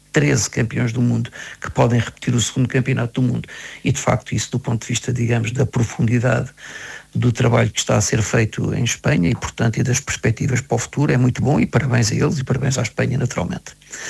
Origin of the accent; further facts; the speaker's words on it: Lisbon, Portugal; now in Braga, Portugal; Eu sou nado em Braga, de facto, não sou criado em Braga, eu cresci em Lisboa, mas voltei para Braga e vivo aqui há muitos anos